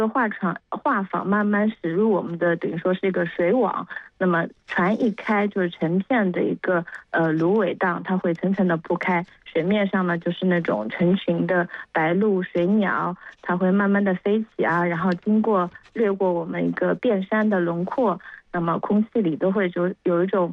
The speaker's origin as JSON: {"language": "Chinese", "town": "Huzhou", "region": "Zhejiang", "country": "China", "said": "然后湖州这边呢，就说图这个就是我们的方言里面画的意思"}